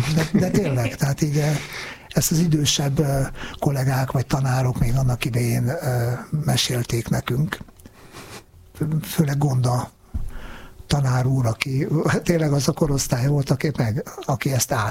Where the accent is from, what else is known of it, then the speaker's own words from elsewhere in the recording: Nyíregyháza, Szabolcs-Szatmár-Bereg, Hungary; én Nyíregyházán laktam, ott születtem, és Debrecen marha közel volt